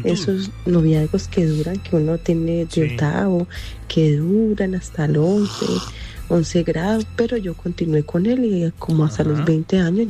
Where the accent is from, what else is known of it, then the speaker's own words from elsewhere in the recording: Colombia; now in Spain; Mi prometido y yo somos colombianos, pero hace mucho tiempo vivimos aquí en España.